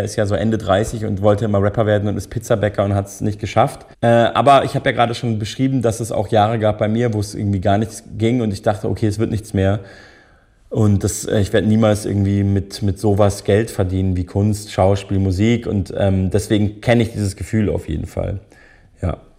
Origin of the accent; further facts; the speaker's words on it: Munich, Bavaria, Germany; in München, ich komme ja auch aus München, in meiner Heimatstadt